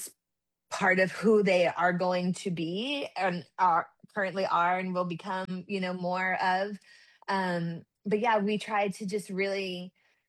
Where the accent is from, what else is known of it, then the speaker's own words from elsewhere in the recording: San Antonio, Texas, United States; I'm Latina. I grew up in San Antonio, Mexican American, no sabo mom.